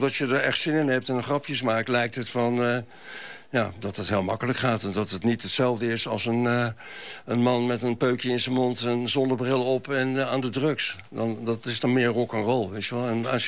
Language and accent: Dutch; The Hague, South Holland, Netherlands; now in Amsterdam, Netherlands